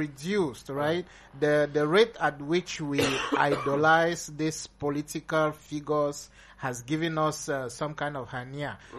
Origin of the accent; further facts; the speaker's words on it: Cameroon; born there; I was born in Cameroon.